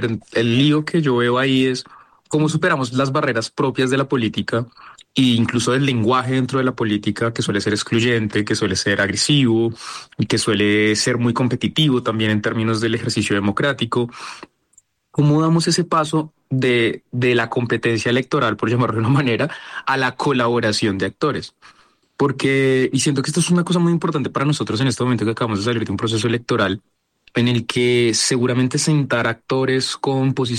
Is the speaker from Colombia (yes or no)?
yes; Colombia